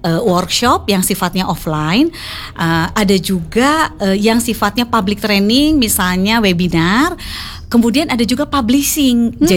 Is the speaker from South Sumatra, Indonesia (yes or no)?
no; West Java, Indonesia; born there; kami semua lahir di tanah Parahyangan ini